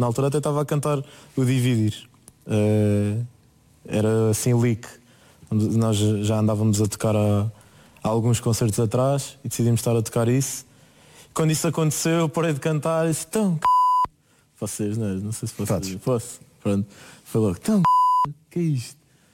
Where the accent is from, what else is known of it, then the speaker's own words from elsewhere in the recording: Ourém, Centro, Portugal; Eu digo sempre primeiro que sou de Orém, mas depois tenho que dizer que é, opá, o pé de Fátima.